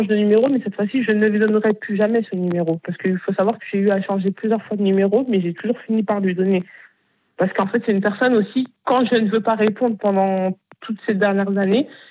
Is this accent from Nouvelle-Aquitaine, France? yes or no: yes; Bayonne, Nouvelle-Aquitaine, France; Parce que moi, je viens de Bayonne.